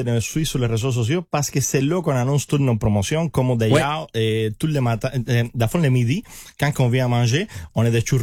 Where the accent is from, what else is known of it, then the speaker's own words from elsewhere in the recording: Cuba; French is a second language; now in Canada; Moi, là, je viens de Cuba, comme j'ai mentionné, puis moi, j'adore le Québec